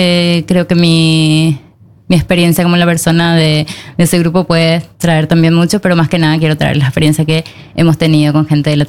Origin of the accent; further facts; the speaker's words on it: Paraguay; also born or lived in United States; now in Norway; soy de Paraguay y vivo en Noruega desde 2008. Viví un poco en Estados Unidos